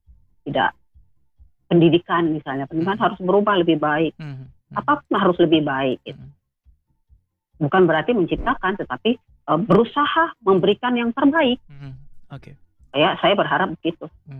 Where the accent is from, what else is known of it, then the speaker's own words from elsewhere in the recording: Medan, North Sumatra, Indonesia; saya kebetulan kan adanya lahir dan besar di daerah saya di Medan.